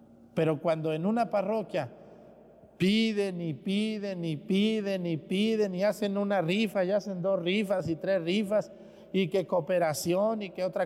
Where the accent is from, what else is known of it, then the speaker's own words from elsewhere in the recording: Mexticacán, Jalisco, Mexico; born there; moved away; allá en mi pueblo, en Mesticacán